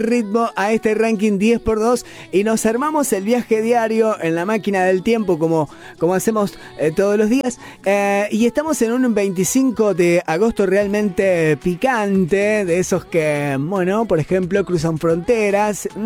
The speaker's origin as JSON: {"language": "Spanish", "country": "Argentina", "said": "Yo creo que los argentinos somos uruguayos"}